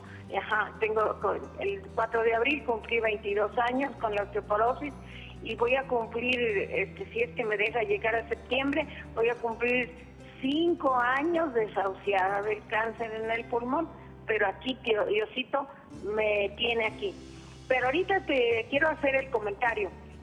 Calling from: Mexico City, Mexico; Buenos días, Cindy. … de la Ciudad de México.

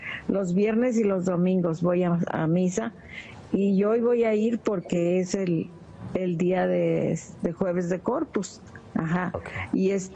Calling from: Mexico City, Mexico; de la Ciudad de México.

